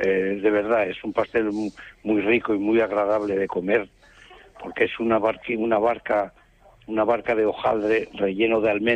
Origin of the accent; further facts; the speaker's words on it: Asturias, Spain; also born or lived in El Entrego; now in Oviedo, Spain; Somos llambiones, los asturianos